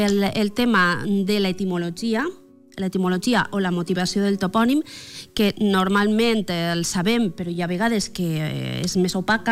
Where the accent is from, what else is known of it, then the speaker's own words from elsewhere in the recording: Bicorb, Valencian Community, Spain; now in Meliana, Spain; Jo sóc de Bicorb, la Canal de Navarrés. El gentilici és Bicorbí. I visc a Meliana.